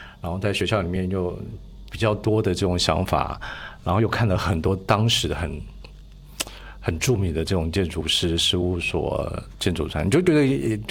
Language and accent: Chinese; Taiwan; moved away; 不会因为是我来自台湾